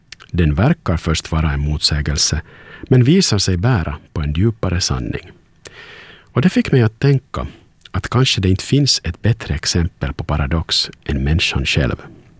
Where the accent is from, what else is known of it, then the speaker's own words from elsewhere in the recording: Turku, Southwest Finland, Finland; från Åbo och du lyssnar på Yle Vegas aftonandakt.